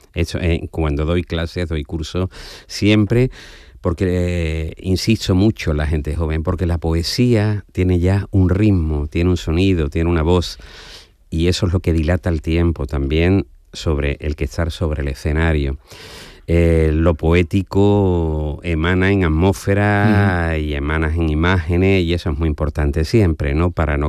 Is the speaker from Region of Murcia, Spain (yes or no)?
no; Jerez de la Frontera, Andalusia, Spain; que yo soy del barrio de San Miguel